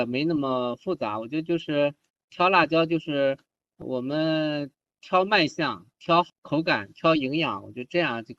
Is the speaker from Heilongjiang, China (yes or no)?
no; Shandong, China; 我是山东人，也吃不了特别辣的。